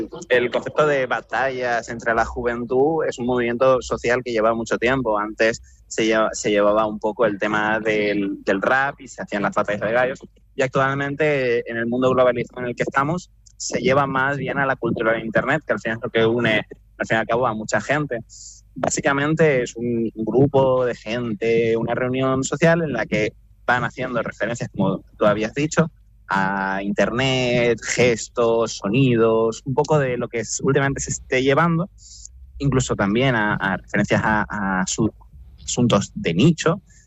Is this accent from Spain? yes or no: yes; Santa Cruz de Tenerife, Canary Islands, Spain; now in Gran Canaria, Spain; trabajando aquí en Gran Canaria, yo soy chicharrero